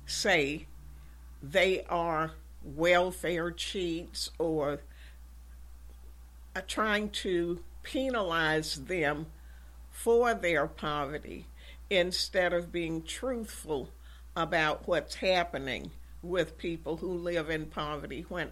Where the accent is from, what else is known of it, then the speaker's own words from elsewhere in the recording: Birmingham, Alabama, United States; now in Tallahassee, United States; I grew up in poverty. I was born in Birmingham and raised there with 13 siblings with working poor parents.